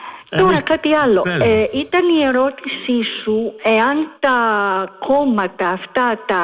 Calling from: Athens, Attica, Greece; από τη Βλατεία Αμερικής.

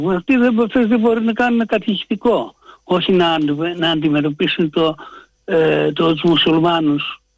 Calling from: Athens, Attica, Greece; είμαι από τα Άνω Πατήσια.

